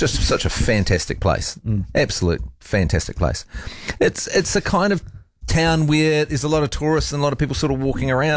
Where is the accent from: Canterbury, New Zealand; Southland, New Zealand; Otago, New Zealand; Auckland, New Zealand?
Otago, New Zealand; Dunedin; you go to a city like Dunedin, my hometown, and there's these beautiful murals